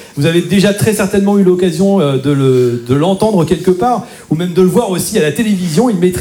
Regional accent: Brittany, France; je viens de Bretagne et je suis imitateur.

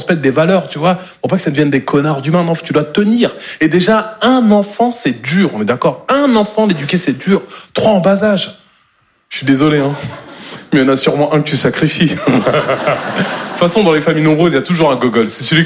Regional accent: Normandy, France; Moi, je suis normand de base.

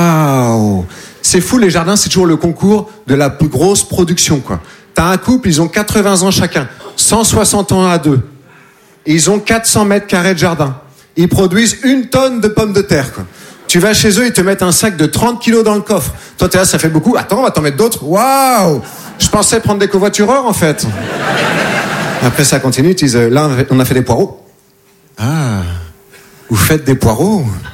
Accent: Nouvelle-Aquitaine, France

